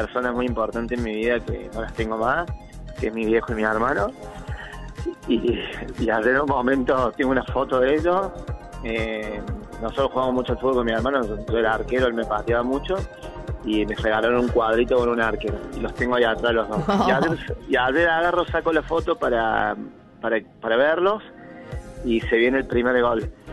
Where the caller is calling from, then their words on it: Córdoba, Argentina; Soy de Córdoba